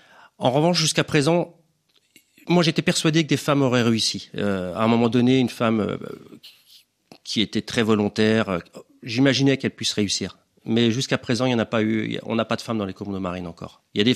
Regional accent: Lorient, Brittany, France; Je suis un petit breton qui est arrivé à 6 mois à Lorient

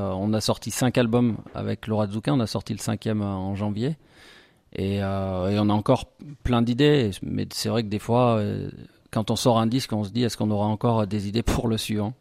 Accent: Le Puy-en-Velay, Auvergne-Rhône-Alpes, France; J'ai grandi au Puy.

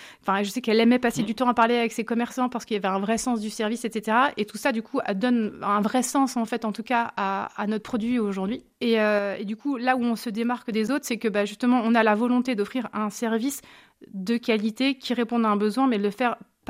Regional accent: Dijon, Bourgogne-Franche-Comté, France; moved away as an adult; also born or lived in Paris; Je suis revenue m'installer à Dijon, ma ville natale

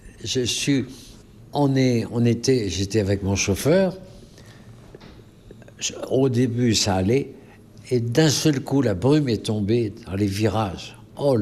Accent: Rochefort, Nouvelle-Aquitaine, France; born there; je suis né à Rochefort, d'une famille de 15 enfants. Grande famille, magnifique, très pauvre. J'ai vécu dans la pauvreté.

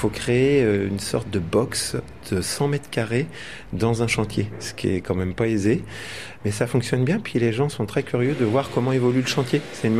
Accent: Nantes, Pays de la Loire, France; born there; now in Pont-Aven, France; Je suis né à Nantes, mais fier d'être de souche bretonne, et je vis à Pont-Aven depuis 30 ans.

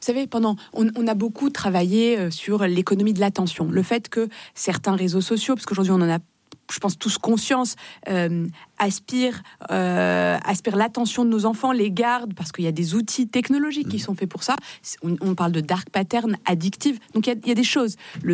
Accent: Morocco; born or raised there; now in France

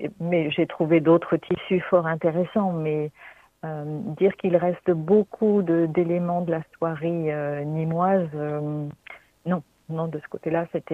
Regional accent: Normandy, France; now in Nîmes, France; je suis normande moi d'origine, hein, donc j'arrivais avec une aura très très grande au sujet des soieries de Nîmes

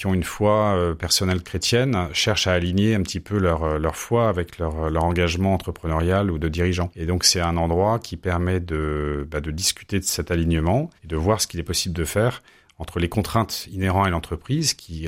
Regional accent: northern France, France; moved away as an adult; also born or lived in England; now in Montpellier, France; Moi, je suis plutôt originaire du nord de la France, mais j'ai des attaches très anciennes dans la région, puisque au 19e siècle, ma famille est originaire de l'Aude.

